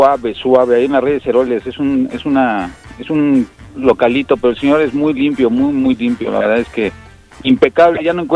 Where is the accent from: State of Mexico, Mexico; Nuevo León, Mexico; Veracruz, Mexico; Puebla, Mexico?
State of Mexico, Mexico; Tlalnepantla